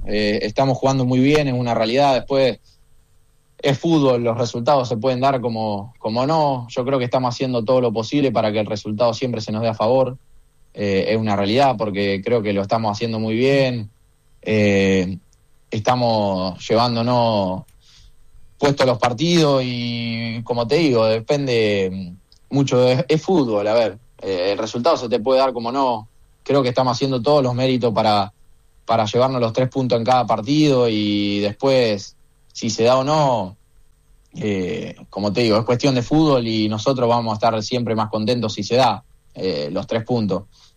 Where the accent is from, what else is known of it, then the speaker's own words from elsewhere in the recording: Rosario, Santa Fe, Argentina; also born or lived in Gualeguaychú, Entre Ríos; soy más rosarino que entrerriano, es la realidad. Yo viví un solo año en Gualeguaychú y ya al año y medio ya estaba acá en Rosario. Pero sí, o sea, soy nacido en Gualeguaychú